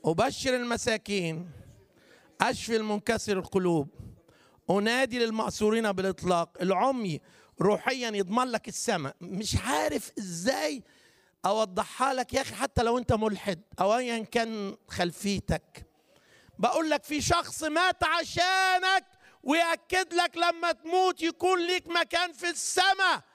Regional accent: Upper Egypt, Egypt; عندنا في الصعيد

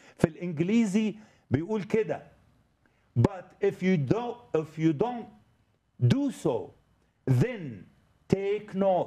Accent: Upper Egypt, Egypt; زي ما بنقول عندنا في الصعيد

